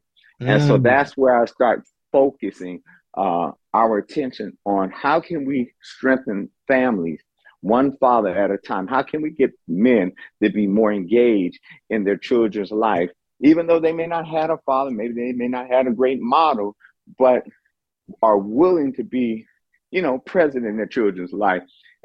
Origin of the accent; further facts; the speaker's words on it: Oakland, California, United States; I'm from Oakland, California, and born and raised there.